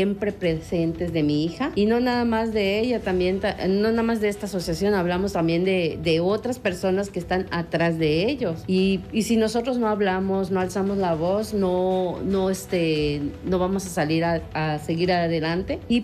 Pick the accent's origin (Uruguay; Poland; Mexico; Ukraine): Mexico; Campeche; yo soy de acá de Campeche